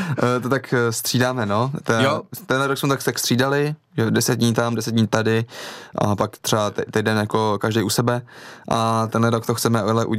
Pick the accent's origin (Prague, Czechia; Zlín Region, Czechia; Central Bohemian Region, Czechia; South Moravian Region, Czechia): Central Bohemian Region, Czechia; My jsme z Posázaví, takže jako u řeky jsme bývali často.